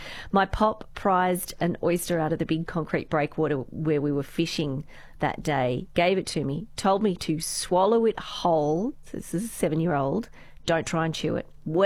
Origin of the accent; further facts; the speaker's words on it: Sydney, New South Wales, Australia; Well, the South Australian oysters, I grew up in Sydney. It was always the Sydney rock oysters.